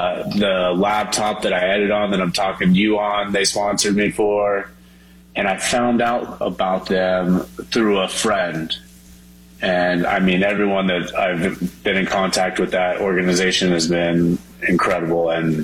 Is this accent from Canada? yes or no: no; Oklahoma, United States; I grew up in Oklahoma.